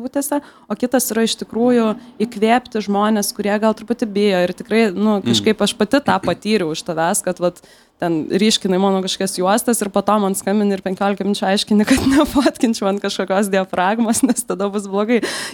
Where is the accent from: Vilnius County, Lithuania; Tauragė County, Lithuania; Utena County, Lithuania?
Vilnius County, Lithuania; Vilnius; aš užaugau Vilniaus senamiestį ir atrodo, kad kai aš buvau vaikas, prieš 20 kažkiek metų